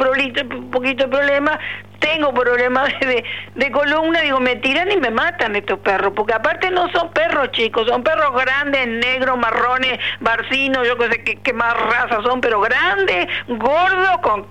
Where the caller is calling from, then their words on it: San Carlos, Maldonado, Uruguay; soy de acá de San Carlos … soy una señora de 72 años casi